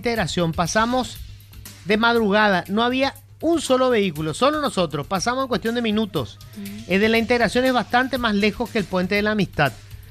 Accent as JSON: {"language": "Spanish", "region": "Asunción", "country": "Paraguay", "said": "Soy de Asunción y pago mis impuestos acá."}